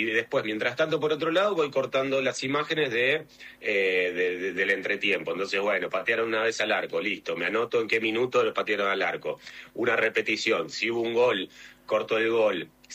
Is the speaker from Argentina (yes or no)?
yes; Buenos Aires, Argentina; Ahora estoy en mi casa y soy de Buenos Aires